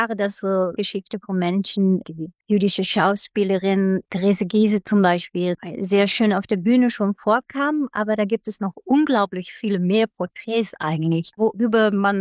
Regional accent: Netherlands; German is a second language; Ich komme ja aus den Niederlanden, so für mich war das relativ unbekannter Stoff. So, ich bin da nicht in die Schule mit aufgewachsen

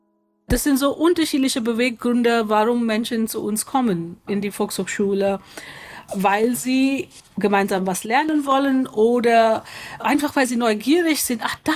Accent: Mumbai, Maharashtra, India; moved away; Ich bin in Mumbai aufgewachsen, Ende 80er, Anfang 90er.

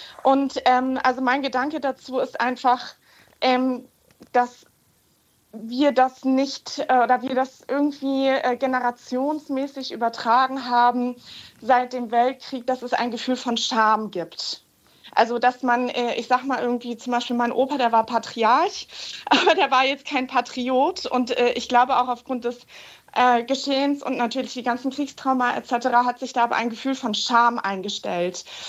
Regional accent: Spain; now in Hamburg, Germany; Ich bin selbst in Spanien groß geworden

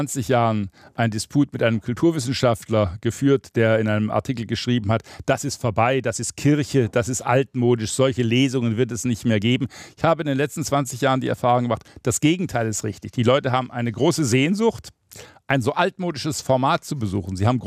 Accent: Swabia, Germany; moved away; Ich komme aus Schwaben, bin also von pietistischem Fleiß geprägt.

